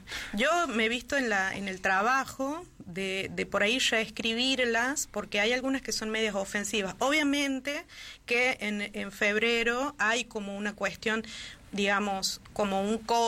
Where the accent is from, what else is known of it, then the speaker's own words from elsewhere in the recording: La Rioja, Argentina; moved away; De mi pueblo, es muy también de la costa riojana, de Aymogasta, Villamanzana